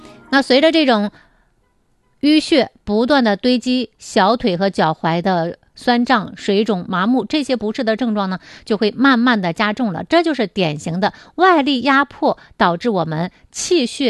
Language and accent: Chinese; China